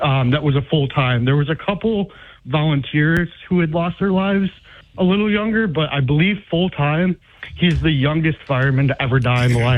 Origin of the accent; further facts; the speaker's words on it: New Hartford, New York, United States; Yeah, I was born and raised in New Hartford, New York. My family's been there, forever, and started school in New Hartford, graduated from New Hartford High School.